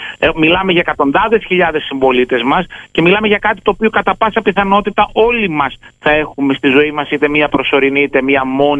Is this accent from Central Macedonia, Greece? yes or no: yes; Eleftherio-Kordelio, Central Macedonia, Greece; Εγώ, κύριε Ερυθρόπουλε, μεγάλωσα στο Ελευθέριο Κορδελιό, δηλαδή είμαι ένα παιδί της Δυτικής Θεσσαλονίκης